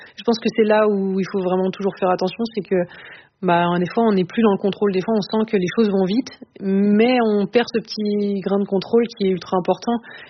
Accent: Les Saisies, Auvergne-Rhône-Alpes, France; je viens d'une station des Saisies, qui est une station alpine, donc j'ai commencé par le ski alpin.

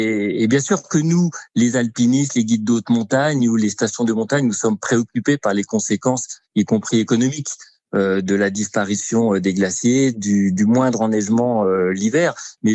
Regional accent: Auvergne-Rhône-Alpes, France; chez nous, en Oisans

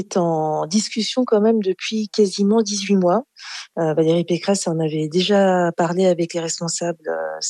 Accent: Île-de-France, France; Moi, je suis une native du Val d'Oise.

